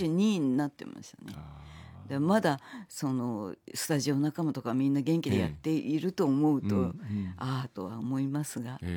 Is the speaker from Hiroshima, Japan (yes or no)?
no; Hita, Oita, Japan; born or raised there; moved away